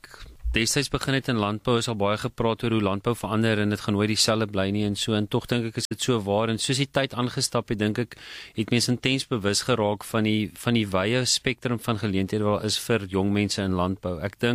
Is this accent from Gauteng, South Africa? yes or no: no; Virginia, Free State, South Africa; moved away; Ek het groot geword in die Vrystaat, Noord-Vrystaat, meer spesifiek klein myndorpie, eintlik Virginia, maar daar was klomp mielieboerderye in die omgewing.